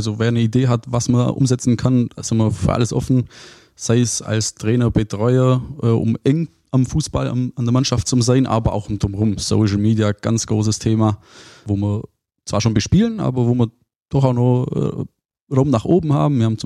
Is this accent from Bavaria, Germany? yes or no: yes; Memmingen, Bavaria, Germany; born there; Ja, ich bin gebürtig aus Bayern, also Memmingen geboren. Von dem her, ich bezeichne mich immer so ein bisschen als Exil-Württemberger, wohne auch direkt an der Grenze.